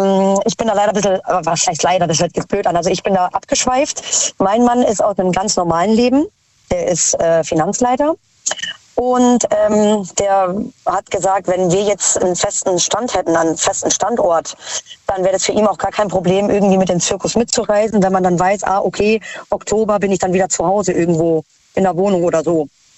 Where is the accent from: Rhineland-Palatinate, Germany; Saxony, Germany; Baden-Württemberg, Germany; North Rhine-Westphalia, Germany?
Baden-Württemberg, Germany; Mannheim; Mannheim.